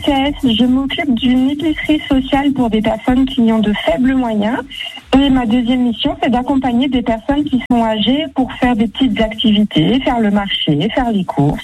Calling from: La Motte, Brittany, France; J'habite à La Motte, en Bretagne.

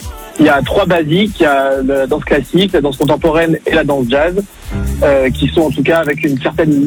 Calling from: Mandres-les-Roses, Île-de-France, France; Je suis de région parisienne.

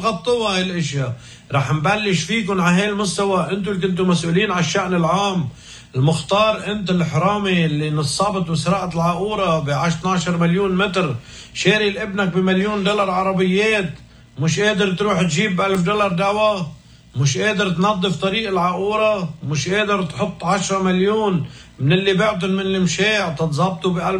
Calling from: Aqoura, Mount Lebanon, Lebanon

